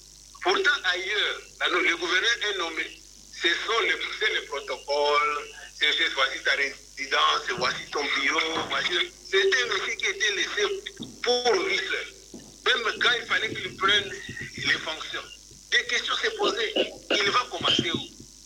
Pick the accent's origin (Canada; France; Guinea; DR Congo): DR Congo; en tant que Congolais